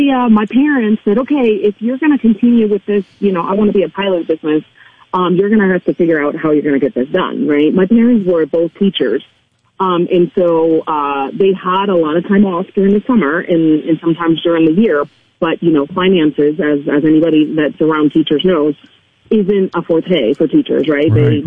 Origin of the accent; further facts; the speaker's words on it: Spain; first language Spanish; English is a second language; of course, I'm from Spain, so Spanish is my first language. I kind of had to learn English as part of learning to fly.